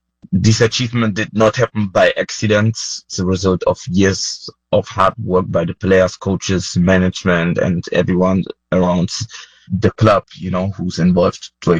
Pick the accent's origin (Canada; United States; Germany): Germany; now in Baku, Azerbaijan; I was born and raised in Germany, but I'm very proud of my Rwandan roots and of the opportunity to represent Rwanda internationally.